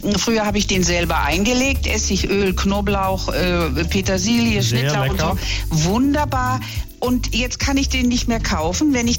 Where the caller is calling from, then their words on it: Ebringen, Baden-Württemberg, Germany; aber ich komme nicht aus Ebingen von der Schwäbischen Alb, sondern aus Ebringen bei Freiburg.